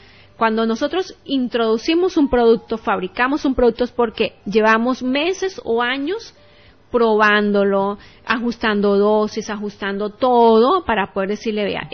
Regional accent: Bolivia; now in Santa Cruz, Bolivia; Nosotros somos de Bolivia, estamos en Santa Cruz.

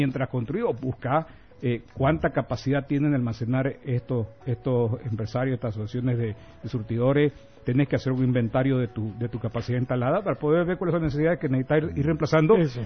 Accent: Santa Cruz, Bolivia; nosotros como cruceños

